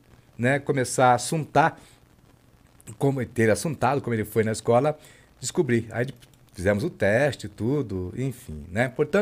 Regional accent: Paraná, Brazil; moved away; Eu, quando estava lá para as bandas do Paraná, né, lá na minha cidade

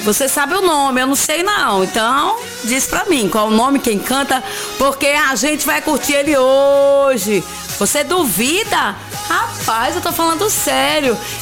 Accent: Brazil; Mas eu sou brasileira.

